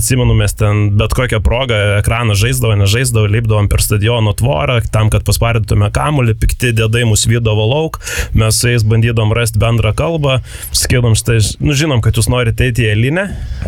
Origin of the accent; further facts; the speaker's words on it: Panevėžys, Panevėžys County, Lithuania; Jo, aš esu iš Panevėžio centro, nu bent jau čia plus minus kaip centras apibrėžiamas, tai kas lankėsi Panevėžio aukštaitijos stadione, turėtų gerai tą namą žinoti, ankstesnė Rotomskio gatvė, dabar Marijonų gatvė.